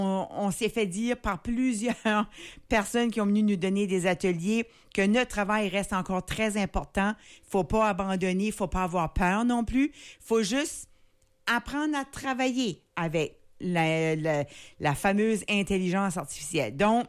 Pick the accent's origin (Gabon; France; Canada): Canada; surtout quand on vient du Canada